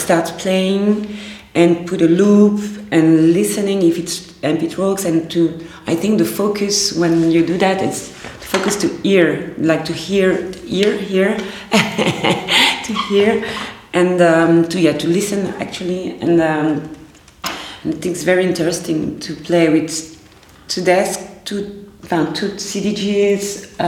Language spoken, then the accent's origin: English; Brussels, Brussels-Capital Region, Belgium; I'm DJ from Brussels and curator.